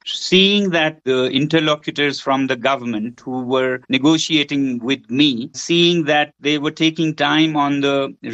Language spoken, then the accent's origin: English; Ladakh, India